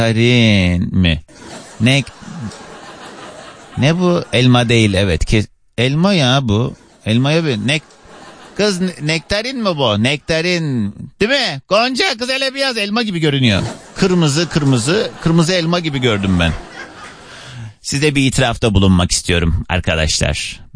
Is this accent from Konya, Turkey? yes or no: no; Kars, Turkey; Karslıyım ben.